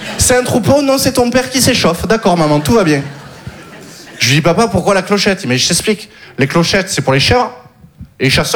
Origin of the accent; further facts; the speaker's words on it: Occitanie, France; je viens du sud, j'ai grandi dans le Gard.